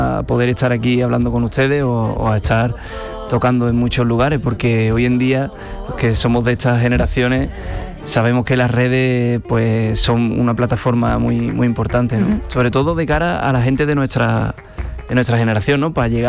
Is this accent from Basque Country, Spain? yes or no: no; Utrera, Andalusia, Spain; Hombre, yo cuando toco en Utrera, en mi tierra, pues estoy a gusto, claro, ¿no? Estoy delante de mi gente.